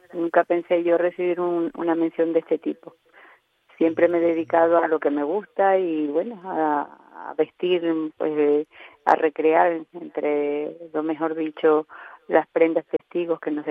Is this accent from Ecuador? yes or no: no; Canary Islands, Spain; la expresión fue como muy canaria